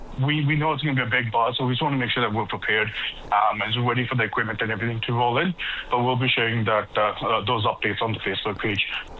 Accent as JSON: {"language": "English", "town": "Edmonton", "region": "Alberta", "country": "Canada", "tie": "born or raised there", "also_born_or_lived": "Moncton", "moved": "as an adult", "lives_now": "Newfoundland, Canada", "said": "So in Edmonton, Alberta, I was born and brought up there. I was there until the age of 25."}